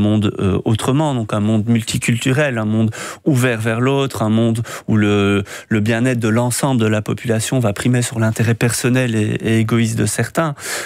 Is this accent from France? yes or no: no; Verviers, Wallonia, Belgium; moved away as an adult; also born or lived in Liège; now in Viroinval, Belgium; je suis originaire de Verviers, j'ai fait mes études à Liège, j'étais quand même plutôt urbain d'une certaine manière. Je suis arrivé dans cette région, je ne connaissais rien ni personne.